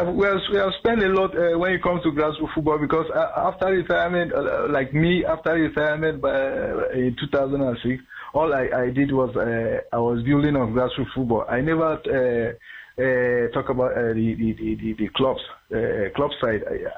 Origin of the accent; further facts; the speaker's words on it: Jos, Plateau, Nigeria; we grew up in Jos here